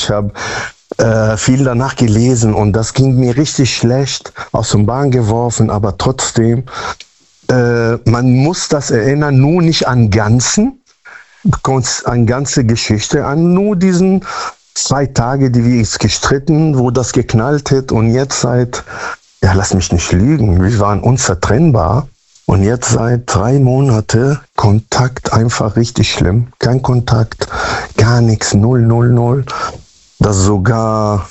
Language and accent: German; Münster, North Rhine-Westphalia, Germany; Münster-Westfalen.